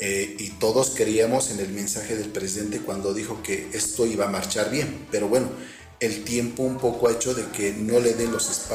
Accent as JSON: {"language": "Spanish", "country": "Bolivia"}